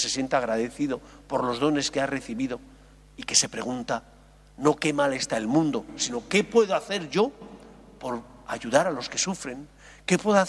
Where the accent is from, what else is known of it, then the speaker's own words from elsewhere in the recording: Alicante, Valencian Community, Spain; now in Madrid, Spain; Yo soy un extranjero en esta tierra, porque soy de otro lugar, soy de Alicante. Y sin embargo, llevo más tiempo viviendo aquí que en Alicante, con lo cual ya me siento madrileño de adopción.